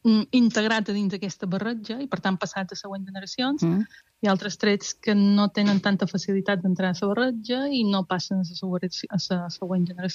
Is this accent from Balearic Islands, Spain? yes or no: yes; Balearic Islands, Spain; quan viatjava de jove, jo veia gent i pensava, som mallorquins.